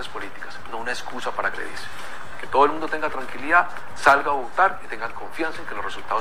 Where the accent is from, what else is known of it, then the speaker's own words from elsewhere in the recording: Colombia; todos somos colombianos.